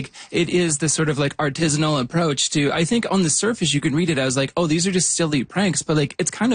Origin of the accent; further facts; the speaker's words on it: Yukon, Canada; I was a skate punk. I grew up in the Yukon.